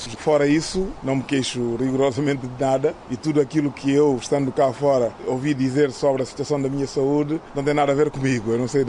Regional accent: Guinea-Bissau; moved away as an adult; now in Lisbon, Portugal; Enquanto guineense, continuo preocupado com o país

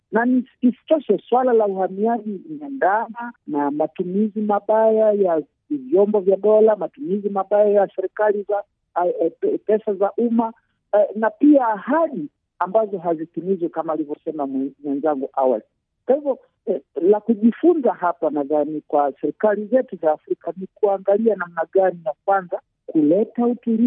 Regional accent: DR Congo; now in South Africa; Mimi mwenyewe kwa mfano natoka Jamhuri ya Kidemokrasia ya Kongo, ambako nimefika hapa mwaka 2000 na moja ninazo takriban miaka 25

